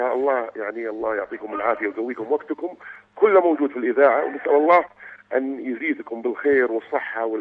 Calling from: Al Mahrah, Yemen; محافظة المهرة.

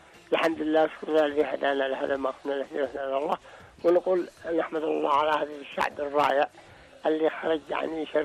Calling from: Yemen; ونفتخر ونعتز ان احنا يمنيين

